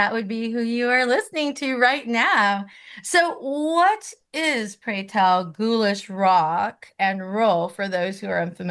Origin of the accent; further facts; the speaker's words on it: Laredo, Texas, United States; moved away; I'm a Texan. We'll I'm find from out. Laredo originally.